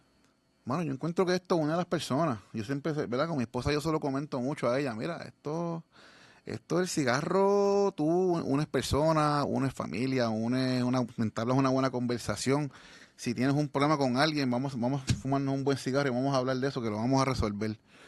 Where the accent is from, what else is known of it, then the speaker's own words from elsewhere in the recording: San Juan, Puerto Rico; born there; yo nací en San Juan, ¿verdad? Mi crianza fue espectacular. Tuve mis cuatro abuelos